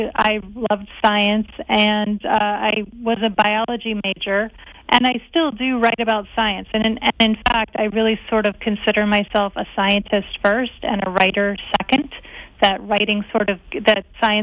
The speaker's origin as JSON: {"language": "English", "region": "Massachusetts", "country": "United States", "tie": "born or raised there", "also_born_or_lived": "Connecticut / Schenectady, New York", "said": "I was born in Connecticut. I moved to Massachusetts when I was pretty young, and my parents actually owned 10 acres of land on one side of the street, and there was a national forest on the other side of the street. So I really grew up steeped in nature."}